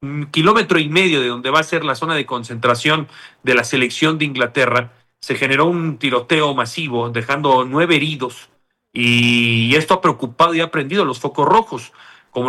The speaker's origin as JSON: {"language": "Spanish", "country": "Mexico", "said": "dando ya la cara de la fraternidad de cómo somos los mexicanos"}